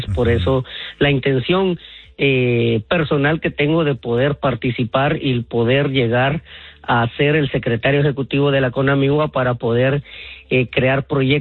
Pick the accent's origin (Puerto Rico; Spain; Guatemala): Guatemala; moved away; porque nosotros salimos de Guatemala, pero Guatemala no ha salido de nosotros, y estamos pendientes de todas las situaciones que están pasando